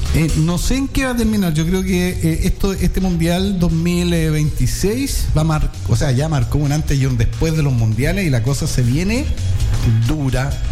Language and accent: Spanish; Chile